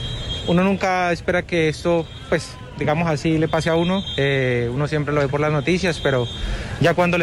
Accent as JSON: {"language": "Spanish", "town": "Cali", "region": "Valle del Cauca", "country": "Colombia", "said": "esperemos que todo pueda mejorar pronto y que como comunidad caleña salgamos todos juntos adelante."}